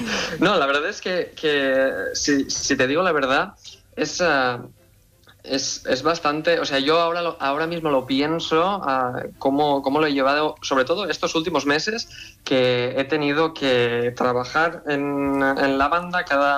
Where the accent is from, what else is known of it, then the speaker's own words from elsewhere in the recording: Tavernes de la Valldigna, Valencian Community, Spain; yo todo lo que escribía estaba ambientado en Tavernes de la Vedigna, en mi pueblo de Valencia